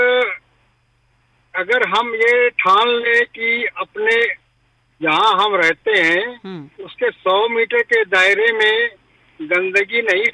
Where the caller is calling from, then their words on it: Amritsar, Punjab, India; मैं बॉर्डर का रहने वाला हूँ, अटारी बॉर्डर अमृतसर का रहने वाला हूँ, मेरे को सारा ज्यादा मेरी 71 ही उम्र हो गई है जी।